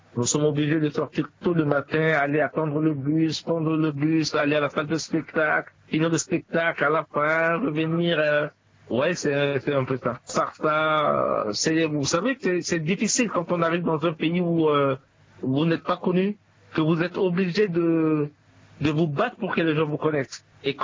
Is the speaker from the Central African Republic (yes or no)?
yes; Central African Republic